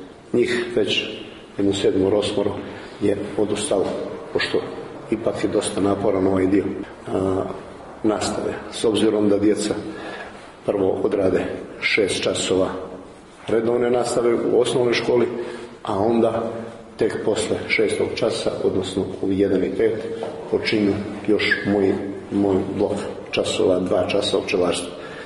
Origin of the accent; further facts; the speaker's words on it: Andrijevica, Montenegro; drugo kod nas u Maloj Andrijevici. Sve se to dešava iz prostog razloga što smo eto nekako na kraju, na krajnjem sjeveru, tu nam je blizu granice sa Albanijom